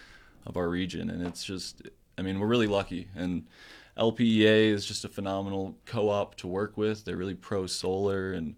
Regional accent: Chicago, Illinois, United States; I grew up in Chicago, and WBEZ, so love radio.

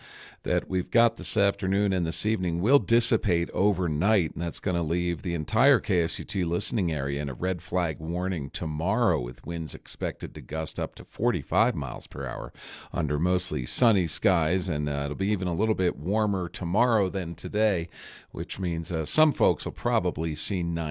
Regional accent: Philadelphia, Pennsylvania, United States; as a proud Philadelphian myself

